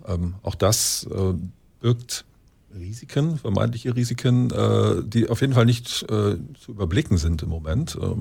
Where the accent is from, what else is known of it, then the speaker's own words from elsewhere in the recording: Lower Saxony, Germany; Ich komme ursprünglich aus dem Wendland. Mhm. Lüchow-Dannenberg, bin da auch groß geworden.